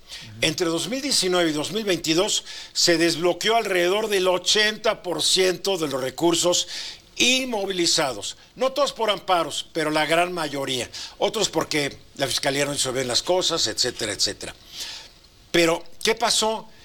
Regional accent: Mexico; yo tengo como mexicano

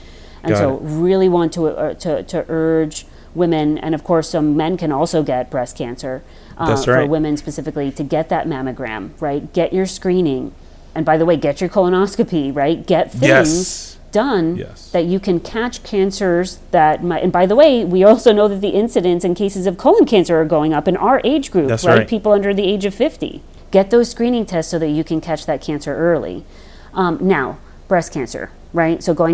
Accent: Long Island, New York, United States; born or raised there

